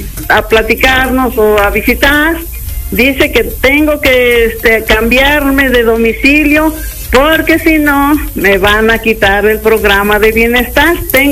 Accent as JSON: {"language": "Spanish", "town": "Nauzontla", "region": "Puebla", "country": "Mexico", "tie": "born or raised there", "moved": "yes", "lives_now": "Tlatlauquitepec, Mexico", "said": "yo no soy nativa de aquí, soy de por Nauzontla, mi comunidad pertenece a Nauzontla, se llama San Rafael Axolotl, mi comunidad."}